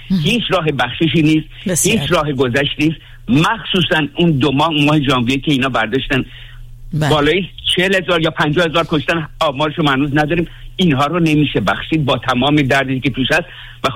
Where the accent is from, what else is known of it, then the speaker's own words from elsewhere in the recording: Iran; من واقعا به عنوان یه ایرانی